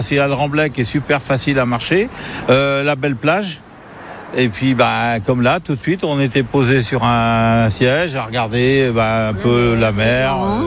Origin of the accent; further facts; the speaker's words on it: Vertou, Pays de la Loire, France; now in Mouilleron-le-Captif, France; Et moi, je suis natif de Vertoux.